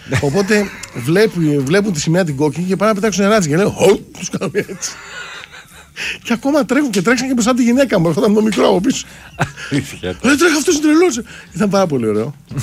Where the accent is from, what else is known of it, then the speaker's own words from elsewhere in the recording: Nea Erythraia, Attica, Greece; born there; εμείς γεννηθήκαμε εκεί στην Ερυθρέα, ας πούμε, ΑΕΚ και τότε Παπανδρεϊκό Πασόκ.